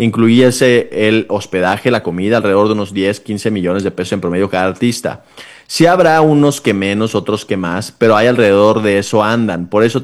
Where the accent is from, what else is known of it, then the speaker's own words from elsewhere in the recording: Hermosillo, Sonora, Mexico; Yo soy de Hermosillo.